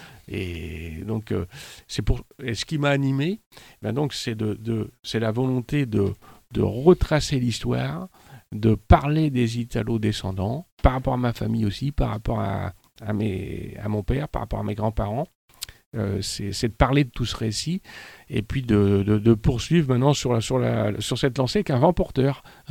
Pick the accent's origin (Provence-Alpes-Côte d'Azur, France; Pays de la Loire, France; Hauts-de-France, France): Pays de la Loire, France; Saint-Nazaire; born there; Ma mère est française. Et donc. Je suis né en 1960 à Saint-Nazaire, donc je connais très très bien ce terroir-là, toute cette communauté-là.